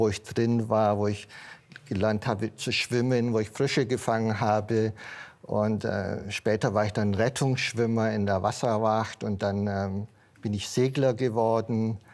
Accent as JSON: {"language": "German", "region": "Southern Germany", "country": "Germany", "tie": "born or raised there", "said": "Ich stamme aus Süddeutschland"}